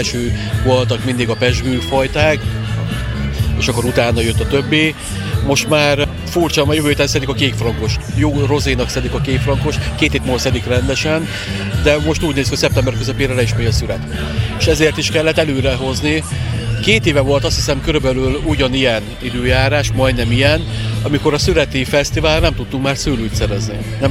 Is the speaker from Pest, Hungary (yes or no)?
no; Eger, Heves, Hungary; én egri származású vagyok, felnémeti.